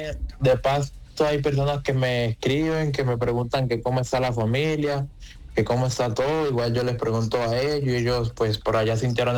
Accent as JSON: {"language": "Spanish", "region": "Chocó", "country": "Colombia", "moved": "yes", "lives_now": "Argentina"}